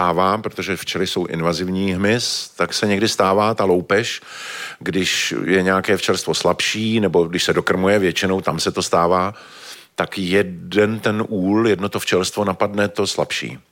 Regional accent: Prague, Czechia; Já jsem brečel, protože jsem … ze Žižkova

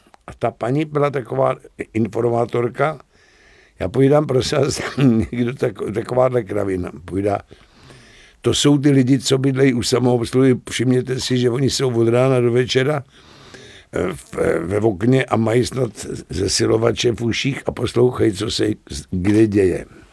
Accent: Prague, Czechia; also born or lived in Buštěhrad; Tak já jsem měl nejhezčí, nejkrásnější dětství a mládí na Žižkově. Já jsem teda, my jsme bydleli na Vinohradech, měli jsme krásný byt

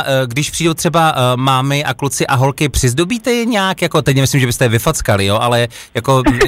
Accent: Opava, Moravian-Silesian Region, Czechia; Já vás rovnou zvu tady do svého rodného města, protože místo určení je u našich parťáků v Opavě

